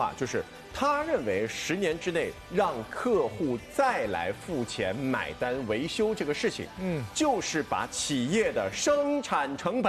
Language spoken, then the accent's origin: Chinese; Shanghai, China; 广东人比咱们上海人要用空调的时间更长，